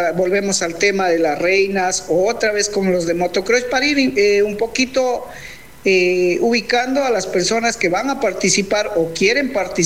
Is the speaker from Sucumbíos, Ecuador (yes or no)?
yes; Shushufindi, Sucumbíos, Ecuador; yo vengo de Shushufindi